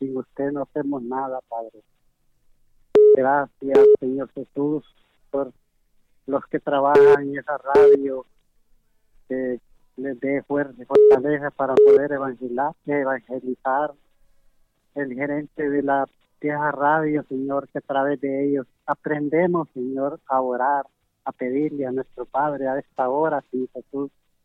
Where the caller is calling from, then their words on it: Santiago de Puringla, La Paz, Honduras; Buenos días, de Santiago Puringa.